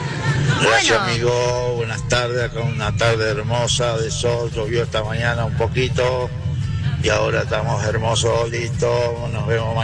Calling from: San Javier, Santa Fe, Argentina; de San Chávez, Santa Fe

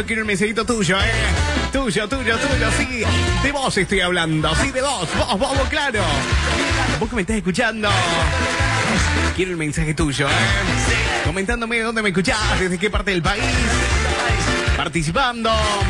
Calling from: Venado Tuerto, Santa Fe, Argentina; Hola, buenas tardes … de Venado Tuerto. Acá te estoy escuchando

